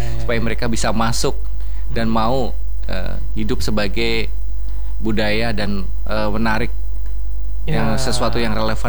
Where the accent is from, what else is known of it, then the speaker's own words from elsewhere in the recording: Central Java, Indonesia; now in Central Kalimantan, Indonesia; Saya dari Jawa ya